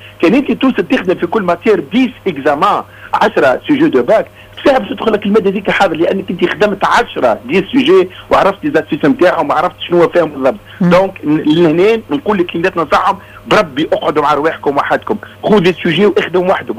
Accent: Tunisia; احنا مجتمع تونسي

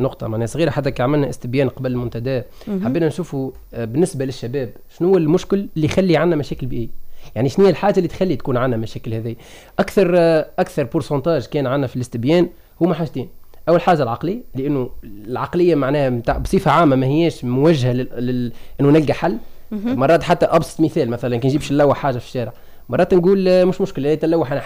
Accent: Tunisia; عندنا في تونس

